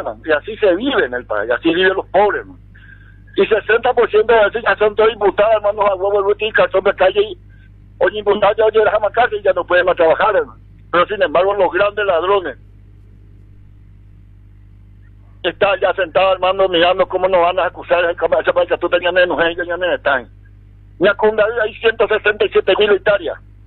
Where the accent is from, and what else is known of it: Paraguay